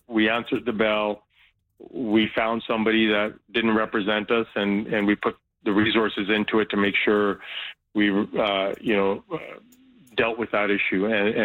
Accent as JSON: {"language": "English", "town": "Vancouver", "region": "British Columbia", "country": "Canada", "tie": "born or raised there", "said": "I grew up in Vancouver, served Vancouver, and it's the best city in the world"}